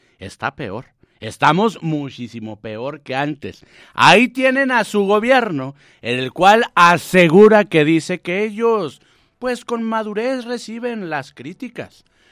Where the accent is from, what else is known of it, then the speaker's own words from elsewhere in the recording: Mexico; nosotros como mexicanos